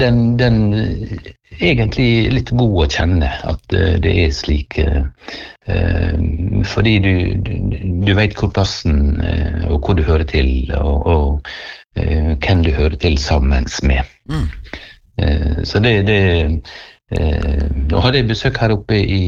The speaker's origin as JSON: {"language": "Norwegian", "region": "Møre og Romsdal", "country": "Norway", "moved": "yes", "said": "det klart at jeg er jo sunnmøring og kommer til å forbli sunnmøring."}